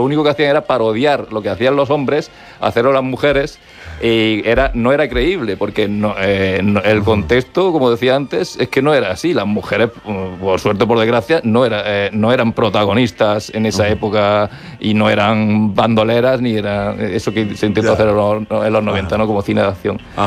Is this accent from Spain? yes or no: yes; Castilla-La Mancha, Spain; Yo soy manchego y yo no sé por qué.